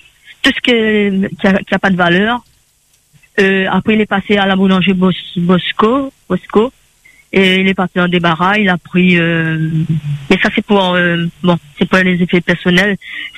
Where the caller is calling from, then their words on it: Saint-Pierre, Réunion; je suis de Saint-Pierre, résidence Fermont.